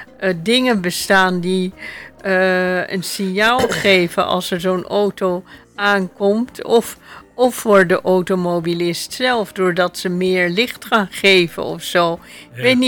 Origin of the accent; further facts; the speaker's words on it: Amsterdam, North Holland, Netherlands; En dan deed ik dat bij ons in Amsterdam wonen, mijn ouders toen nog.